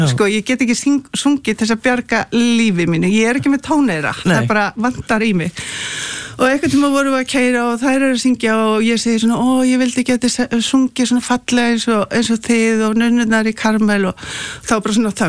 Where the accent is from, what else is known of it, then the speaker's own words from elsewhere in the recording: Reykjavík, Capital Region, Iceland; Ég er alinn upp í Reykjavík